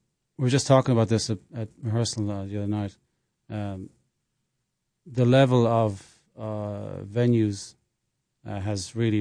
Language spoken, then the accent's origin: English; Ireland; moved away as an adult; now in United States; as an Irishman